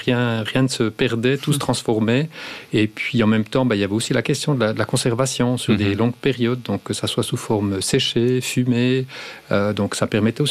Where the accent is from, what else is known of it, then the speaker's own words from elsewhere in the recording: Jura, Switzerland; moi, en tant que jurassien, on a la saucisse d'Ajoie qui est liée, en fait, à la fête de la Saint-Martin.